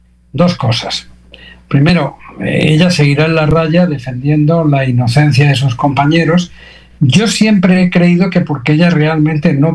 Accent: Venezuela; Y ahora, como venezolano, en los escombros y con esta situación, lo que se pregunta es, bueno, ¿y qué nos das a cambio?

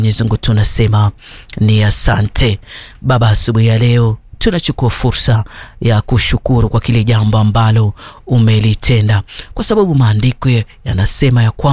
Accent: Tana River County, Kenya; Nasikia pia kule kwetu Tana River

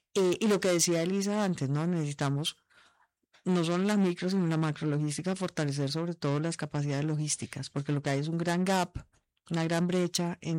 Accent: Colombia; Pues no, arrastrado no hablo, sería muy falsa, porque me crié en esta ciudad.

